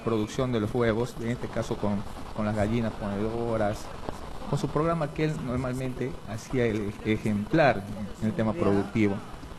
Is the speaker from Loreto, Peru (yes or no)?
yes; Loreto, Peru; mi pueblo de San Juan Bautista